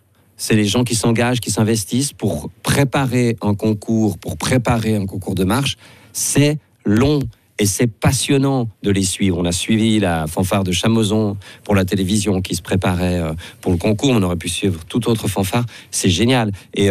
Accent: Switzerland; Il faut quand même rappeler que les instruments avant chez nous en Suisse, on est dans la Champions League du domaine.

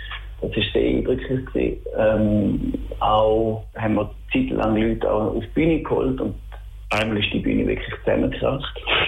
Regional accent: Schaffhausen, Switzerland; accent: Schaffhausen dialect; Ja, lass mal mein Dialekt. Das ist immer noch Schaffhausen. Ich wohne seit 30 Jahren in Schaffhausen

